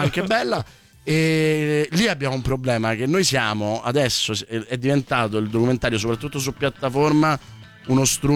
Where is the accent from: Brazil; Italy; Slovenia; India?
Slovenia; lo odio perché sono sloveno